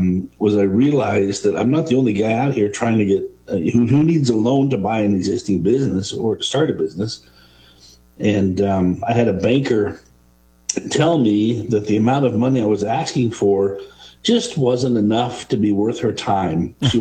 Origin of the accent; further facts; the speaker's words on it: Seattle, Washington, United States; I grew up in the Seattle area